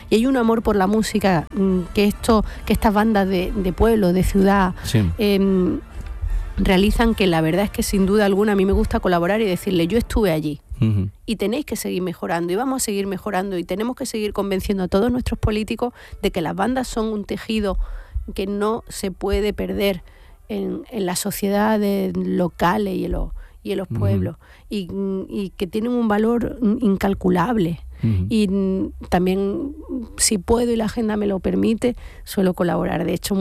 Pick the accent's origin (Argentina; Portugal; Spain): Spain; Andalusia; Aquí estoy feliz porque como andaluza se me reconoce como andaluza